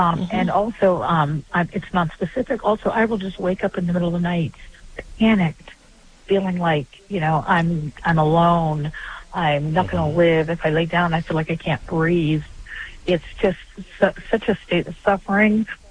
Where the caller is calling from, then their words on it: Columbus, Ohio, United States; Hi, I'm calling from the Columbus, Ohio area.